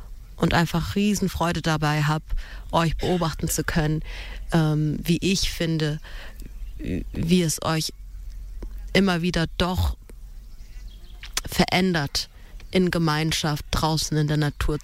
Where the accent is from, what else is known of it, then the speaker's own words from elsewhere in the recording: Ethiopia; moved away; ich bin aus Äthiopien. Ich bin dort geboren und aufgewachsen